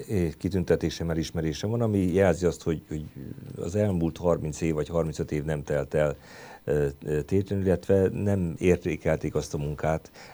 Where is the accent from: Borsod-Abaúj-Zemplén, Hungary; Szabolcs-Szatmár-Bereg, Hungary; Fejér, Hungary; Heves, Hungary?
Szabolcs-Szatmár-Bereg, Hungary; Nyírcsaholy; szolgálom a szülőfalumban, illetve a lakóhelyem is, Máté Szalkai Nyírcsaholyban lakom